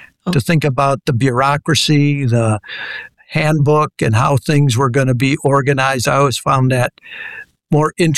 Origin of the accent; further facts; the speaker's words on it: Grand Blanc, Michigan, United States; Both my wife and I grew up in Michigan, grew up in a town called Grand Blanc up mm-hmm. near Flint. And we were at the same church, same school